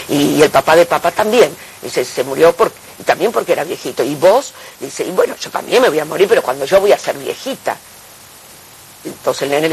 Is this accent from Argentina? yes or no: yes; Argentina; Acá, en mi país, en mi ciudad, en mi barrio.